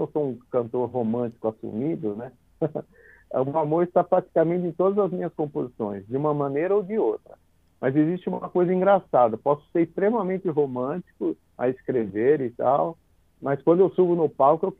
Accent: São Caetano do Sul, São Paulo, Brazil; first language Portuguese; now in São Paulo, Brazil; Sou de São Caetano do Sul. Hoje, aqui em São Paulo, eu moro aqui, né, há um tempo já.

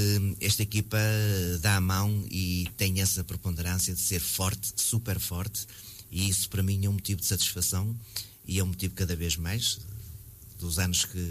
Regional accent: Paredes, Porto, Portugal; É claro que a minha terra é o Paredes, não é? O meu clube é Paredes.

